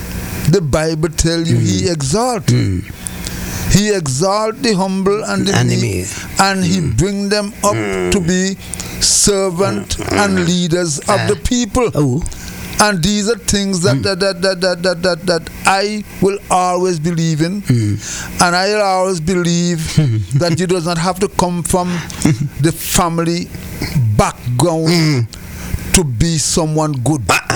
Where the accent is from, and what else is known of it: Antigua & Barbuda